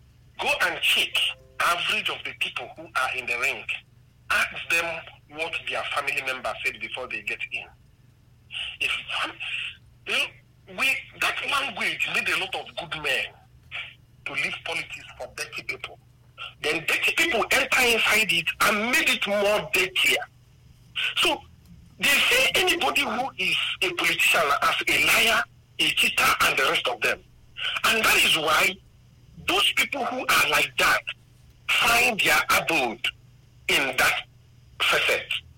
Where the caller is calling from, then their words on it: Enugu, Enugu State, Nigeria; I come from Enugu here.